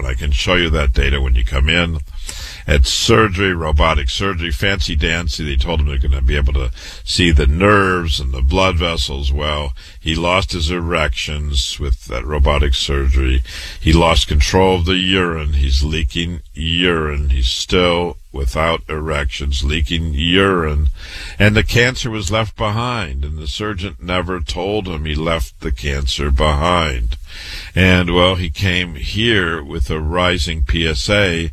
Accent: Waterloo, Iowa, United States; I was born and raised in Waterloo, Iowa. I went to public school, university, MD at 25, real medical doctor.

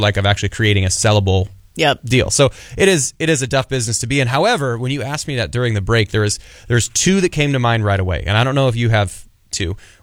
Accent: Altoona, Iowa, United States; also born or lived in Pleasant Hill; So I grew up in Altoona, then we moved to Pleasant Hill, kind of, you know, just a little south of wherever we grew up.

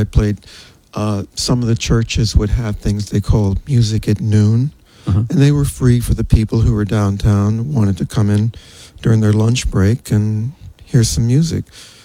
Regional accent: Richmond, Virginia, United States; Richmond, Virginia.

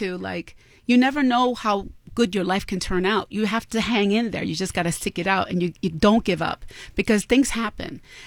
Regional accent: New York City, New York, United States; I'm originally from the Bronx.

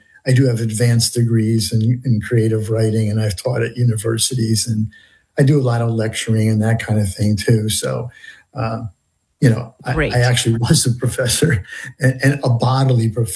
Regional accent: Connecticut, United States; I grew up in New England, Connecticut specifically.

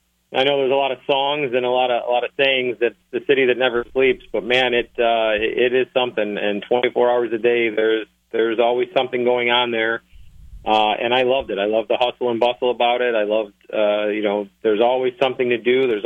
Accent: Rochester, New York, United States; moved away as an adult; I grew up here in Rochester.

